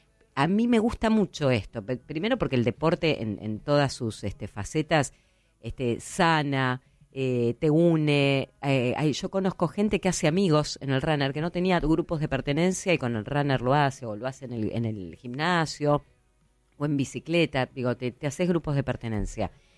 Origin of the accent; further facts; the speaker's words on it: Uruguay; Mirá que yo también soy uruguaya